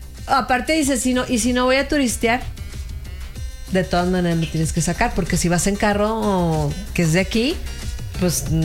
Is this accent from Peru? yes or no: no; Mexico; los mexicanos tenemos muy buen sentido del humor